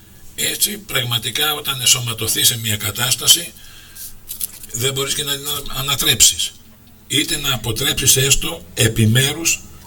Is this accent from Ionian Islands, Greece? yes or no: yes; Zakynthos, Ionian Islands, Greece; moved away as an adult; Έφυγα, ως φοιτητής έφυγα από τη Ζάκηθο.